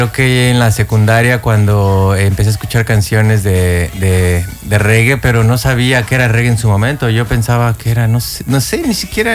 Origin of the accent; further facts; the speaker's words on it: Mexico City, Mexico; now in Cancún, Mexico; porque yo soy de la Ciudad de México.